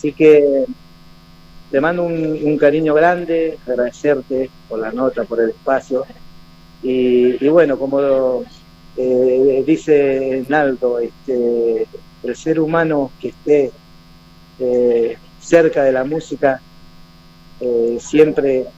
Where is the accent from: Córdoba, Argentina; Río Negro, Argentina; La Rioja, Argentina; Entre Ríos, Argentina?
Río Negro, Argentina; Río Chico; a toda la gente de Río Chico, de mi pueblo